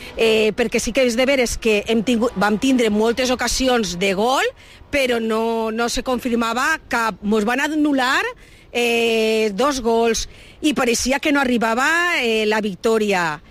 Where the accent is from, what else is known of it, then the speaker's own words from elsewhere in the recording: Canals, Valencian Community, Spain; jo la final la vaig viure en Xella perquè sóc de la Canal.